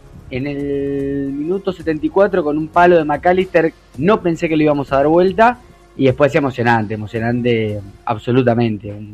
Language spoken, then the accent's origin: Spanish; Argentina; nosotros, como argentinos